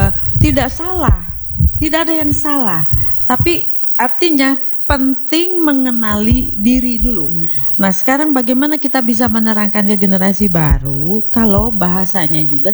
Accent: West Java, Indonesia; Jadi mari kita biasakan nih sebagai orang Sunda, jangan banyak mengeluh. Tapi bagaimana kita hidup di tanah subur, kita bisa produktif di sini.

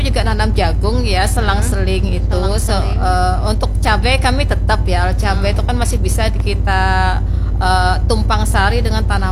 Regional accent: Java, Indonesia; kalau kami orang Jawa bilang gitu

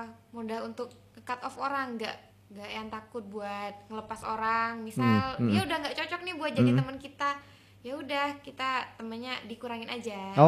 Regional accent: East Java, Indonesia; Saya asli Gending.

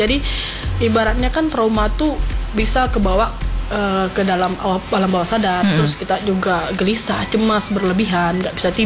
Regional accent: Padang, West Sumatra, Indonesia; sebagai orang Padang

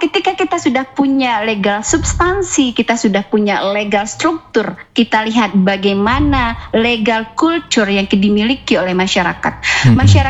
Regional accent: Padang, West Sumatra, Indonesia; saya orang Padang, itu memang masyarakat Minang itu adalah masyarakat yang penuh dengan adat

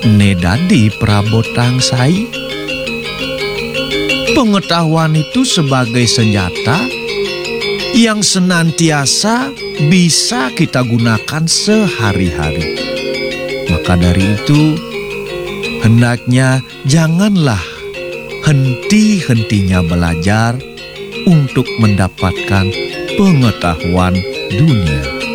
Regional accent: Bali, Indonesia; Bagi kita orang Bali

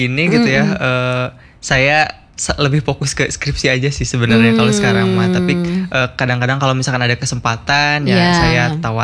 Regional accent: Majalengka, West Java, Indonesia; born or raised there; moved away

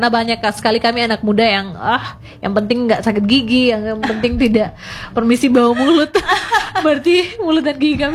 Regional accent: Sumba, East Nusa Tenggara, Indonesia; Kalau kami orang Sumba tuh harus ditakuti dulu kak, baru mau ikut aturan-aturan.

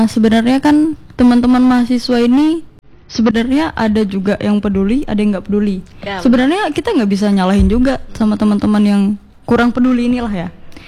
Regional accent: Batam, Riau Islands, Indonesia; born there; aku memang kelahiran Batam dan ber-KTP Batam

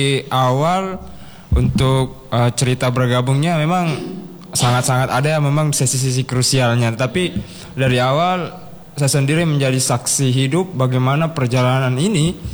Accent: Polewali Mandar, West Sulawesi, Indonesia; moved away as an adult; now in Mamuju, Indonesia; Iya, di Polewali Mandar juga.

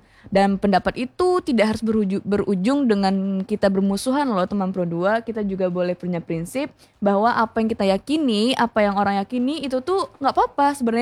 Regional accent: Indonesia; apalagi kita tumbuh di Indonesia yang dimana kita nih berasal dari beda-beda agama gitu.

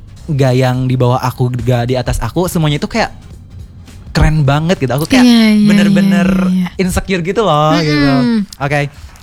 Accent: Garut, West Java, Indonesia; moved away as an adult; now in Bandung, Indonesia; Aku asli Garut sih.

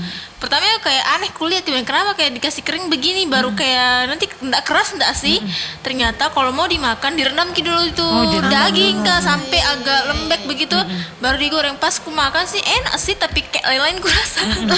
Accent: East Nusa Tenggara, Indonesia; moved away; kalau kami tuh di NTT

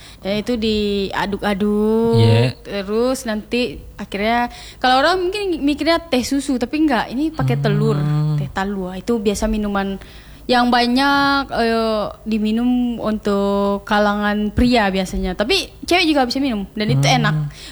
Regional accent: West Sumatra, Indonesia; Sebenarnya kalau dibahas kalau di daerahku Sumatera Barat tuh banyak banget yang kayak orang harus coba

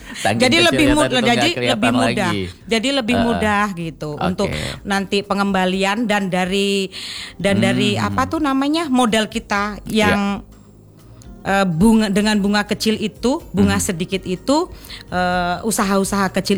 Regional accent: Lampung, Indonesia; Bukan, saya dari Lampung.

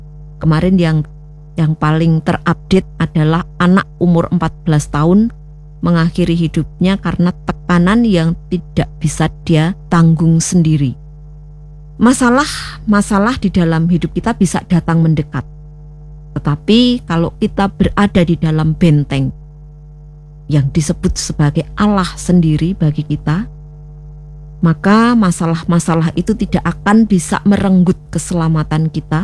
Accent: East Nusa Tenggara, Indonesia; now in Netherlands; seperti saya itu orang NTT. Kemudian saya tinggal di Belanda.

